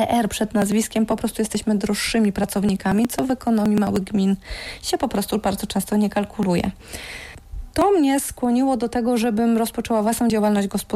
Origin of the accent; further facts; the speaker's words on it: Lower Silesian Voivodeship, Poland; jestem Polką, dolnoślązaczką, urodziłam się w Górach Sowich, z którym jestem bardzo mocno związana, bardzo doceniam to, że urodziłam się w domu rolników, że od dziecka miałam bliski kontakt z naturą